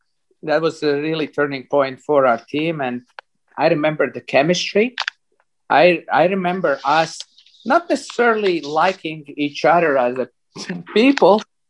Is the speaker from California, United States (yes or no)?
yes; San Jose, California, United States; But still, when we mentioned we are from San Jose, they said, where is that? I said, oh, that's in Bay Area next to San Francisco.